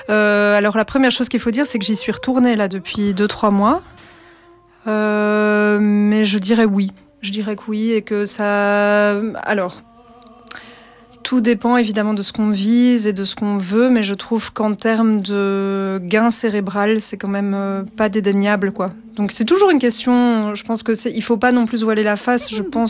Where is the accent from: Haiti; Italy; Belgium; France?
Belgium; Brussels, Brussels-Capital Region; je suis bruxelloise et chanteuse d'opéra.